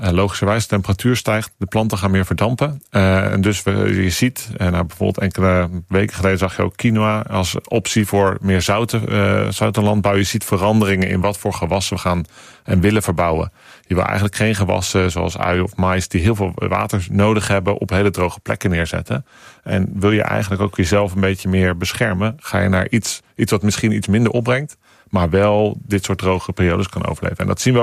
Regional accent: Netherlands

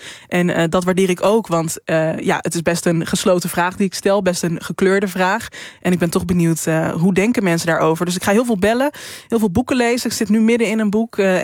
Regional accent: Drenthe, Netherlands; moved away as an adult; also born or lived in Randstad; ik kom uit Drenthe en 6,5 jaar geleden ben ik verhuisd. Ik ben eigenlijk gevlucht naar de Randstad, denkende dat ik daar mijn thuis zou vinden. En nou heb ik heel de Randstad gehad, behalve Utrecht moet ik wel bekennen, maar echt alle steden heb ik gehad. En nu ga ik terug. Terug naar Drenthe.

